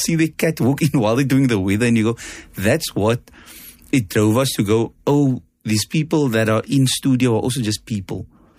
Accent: South Africa

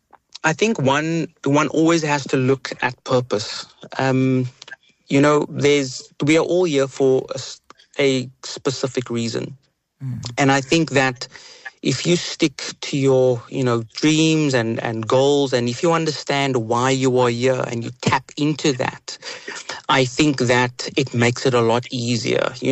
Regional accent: Cape Town, Western Cape, South Africa; But I'm from Bahar on the Cape Flats.

